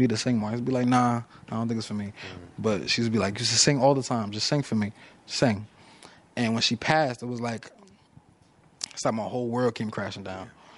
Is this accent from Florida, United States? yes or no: yes; Florida, United States; growing up in Florida, it's like you just got to get to it.